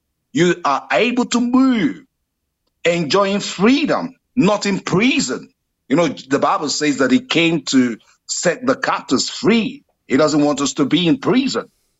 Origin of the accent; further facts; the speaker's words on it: Nigeria; now in Australia; Okay, I'm originally from Nigeria.